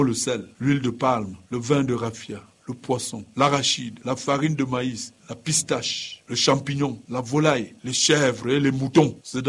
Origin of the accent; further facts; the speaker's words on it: Tonga, West, Cameroon; Je me rappelle chez nous dans le Ndé, chez moi à Tonga.